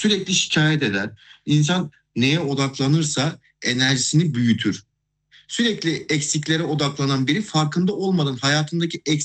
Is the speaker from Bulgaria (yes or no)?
no; Azerbaijan; now in Ankara, Turkey; Evet, ben Azerbaycanlıyım. Neredeyse 15 senedir Türkiye'de yaşıyorum.